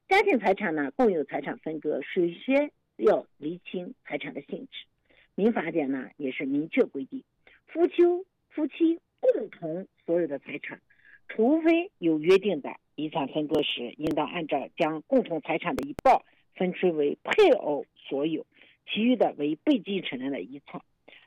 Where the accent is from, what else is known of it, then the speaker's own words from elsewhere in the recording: Inner Mongolia, China; 咱们内蒙古人